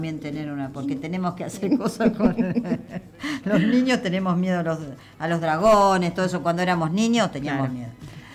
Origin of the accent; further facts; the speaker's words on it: Argentina; seguimos siendo argentinos.